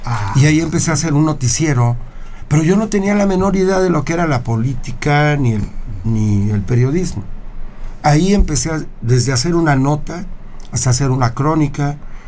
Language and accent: Spanish; Huauchinango, Puebla, Mexico; also born or lived in Mexico City; Conocí a una chica en Huauchinango, que es mi patria chica, okay. Yo iba de pronto a ver a mi abuela y conocí a esta chica y me enamoré. Uh-huh. Y me fui a vivir a Huauchinango